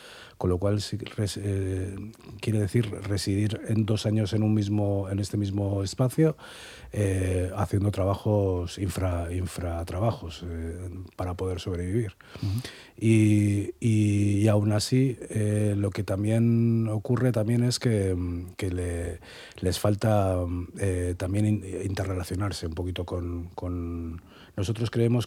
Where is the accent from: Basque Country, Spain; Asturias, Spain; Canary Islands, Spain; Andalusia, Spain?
Basque Country, Spain; Trapagaran